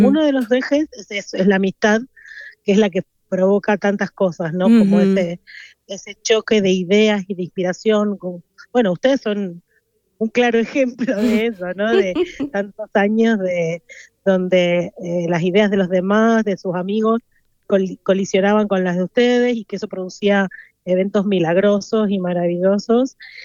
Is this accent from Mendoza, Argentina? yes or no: yes; Mendoza, Argentina; now in Catalonia, Spain; en Mendoza, de donde soy yo